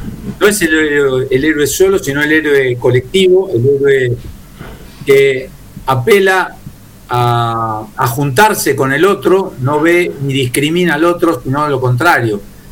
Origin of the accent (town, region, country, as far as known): Argentina